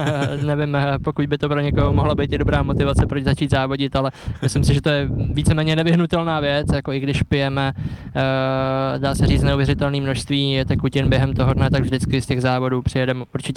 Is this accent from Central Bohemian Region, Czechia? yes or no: yes; Mladá Boleslav, Central Bohemian Region, Czechia; jsem rodák z Mladé Boleslavy, takže v domovském městě Škodovky